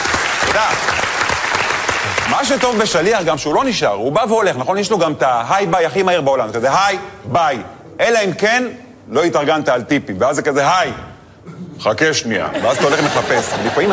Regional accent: Netanya, Central District, Israel; האמת, אני גדלתי בנתניה, לא יצא לי, בחיים לא הייתי שליח בבית, כי אמא טריפוליטאית, היא מכינה הכל.

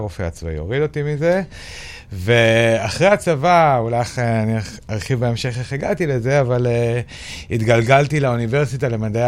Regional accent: Jerusalem, Jerusalem District, Israel; moved away; נולדתי וגדלתי בירושלים, רק אחר כך עברנו לערים שמחוץ לירושלים.

